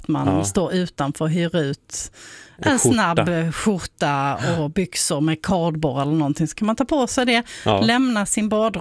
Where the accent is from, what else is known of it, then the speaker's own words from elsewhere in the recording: Båstad, Skåne, Sweden; jag är ju från Båstad